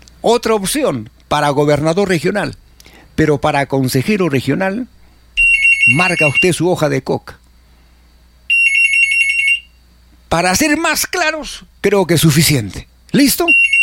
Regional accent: Arequipa, Peru

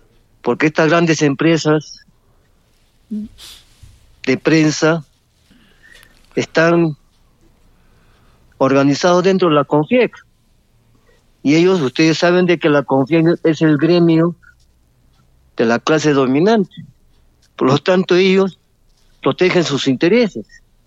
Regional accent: Peru

